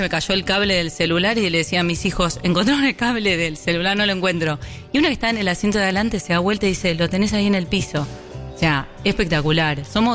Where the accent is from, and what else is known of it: Argentina